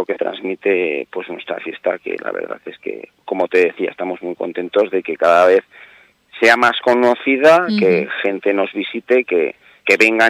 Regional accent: Tarazona, Aragon, Spain; yo soy de Tarazona

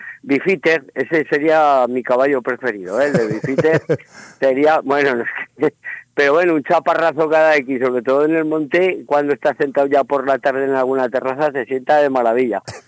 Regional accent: Spain; soy español, nacido en España, estoy orgullosísimo, pero joroba, paso a Francia

